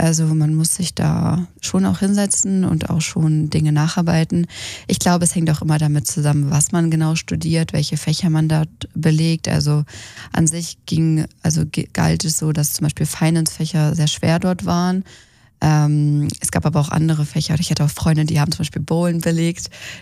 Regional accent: Germany; als Deutscher ist es auch erst ein bisschen abschreckend, weil es schon ganz anders ist als so in Deutschland.

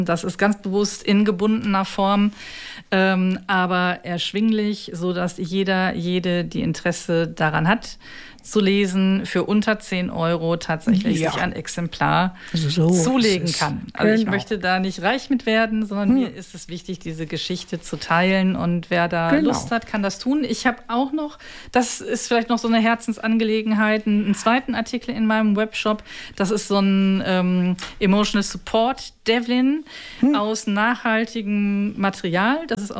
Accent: Herten, North Rhine-Westphalia, Germany; now in Bremen, Germany; Aber am 7. November zum Beispiel bin ich in Herten-Westerhold in meiner Heimat Markt der schönen Dinge.

